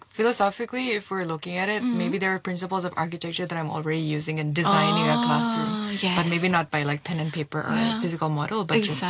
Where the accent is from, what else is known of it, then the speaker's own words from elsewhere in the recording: Hong Kong; I would say growing up in Hong Kong, one of the things that like I always noticed